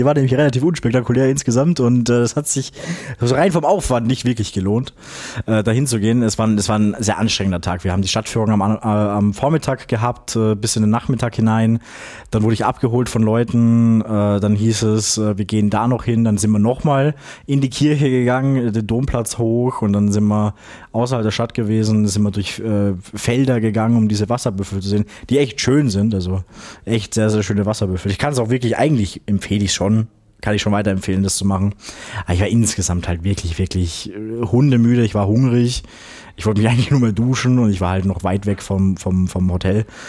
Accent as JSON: {"language": "German", "town": "Graz", "region": "Styria", "country": "Austria", "tie": "born or raised there", "moved": "yes"}